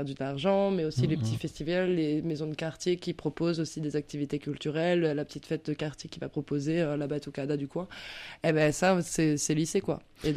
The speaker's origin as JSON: {"language": "French", "region": "Pays de la Loire", "country": "France", "said": "je viens du Maine-et-Loire."}